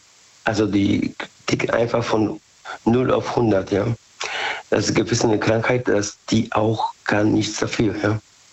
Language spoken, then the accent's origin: German; Bad Godesberg, North Rhine-Westphalia, Germany; Aus Bad Godesberg. Haben wir schon gesprochen.